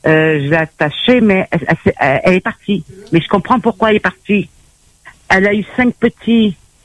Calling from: Saint-Louis, Réunion; La rivière Saint-Louis.

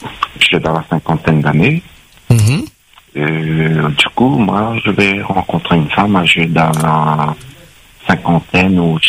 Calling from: Saint-Denis, Réunion; j'habite à Saint-Denis.

